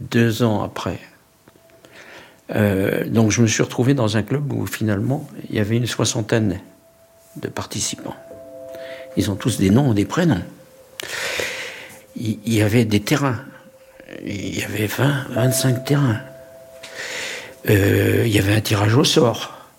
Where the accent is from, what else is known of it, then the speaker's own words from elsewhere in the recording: Laval, Pays de la Loire, France; Je vais avoir 78 ans. Je suis donc natif de Laval, de la Mayenne.